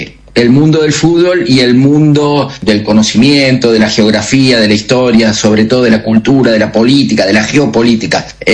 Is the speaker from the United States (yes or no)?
no; Godoy Cruz, Mendoza, Argentina; now in Córdoba, Argentina; Soy mendocino, sí. De Godoy Cruz, pero sí, como decís vos, vivo en Córdoba hace 34 años.